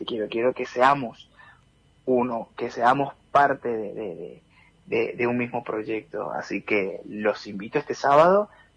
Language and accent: Spanish; Venezuela; now in Comodoro Rivadavia, Argentina; me tomo el atrevimiento de hablar por los venezolanos en general que habitamos acá en Comodoro